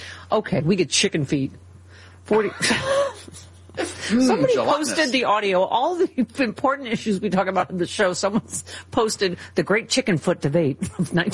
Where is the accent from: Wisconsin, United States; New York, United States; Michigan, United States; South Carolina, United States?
New York, United States; Buffalo; now in San Francisco, United States; people like in my hometown of Buffalo are like, shut up.